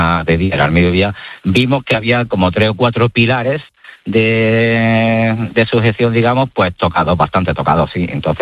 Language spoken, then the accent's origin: Spanish; Andalusia, Spain; pero casi todos somos de Granada.